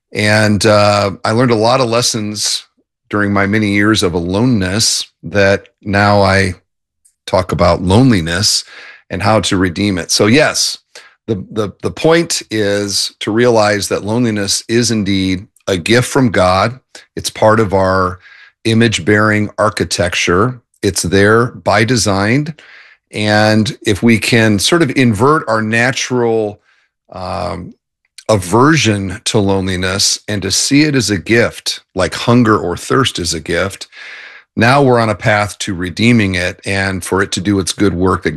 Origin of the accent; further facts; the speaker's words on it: Cedar Falls, Iowa, United States; The John Deere's Product Engineering Center is in Waterloo. And so my dad from Michigan moved there, and I grew up there.